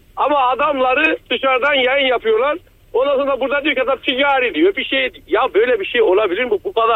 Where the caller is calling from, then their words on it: Istanbul, Turkey; İstanbul'dan arıyorum.